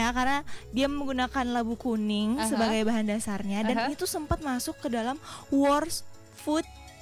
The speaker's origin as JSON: {"language": "Indonesian", "town": "Manado", "region": "North Sulawesi", "country": "Indonesia", "said": "Karena aku dari Manado ya, teman-teman, fun fact."}